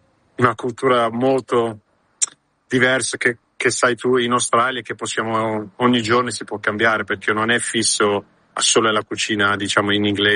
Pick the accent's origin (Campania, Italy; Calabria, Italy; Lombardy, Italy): Calabria, Italy; Sono calabrese